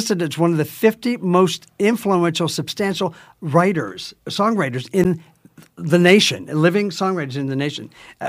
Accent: United States; I'm American.

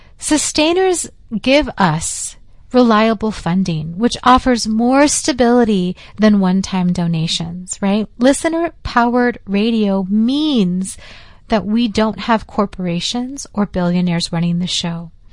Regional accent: San Francisco, California, United States; I grew up in San Francisco listening to KPFA on my mom's car radio.

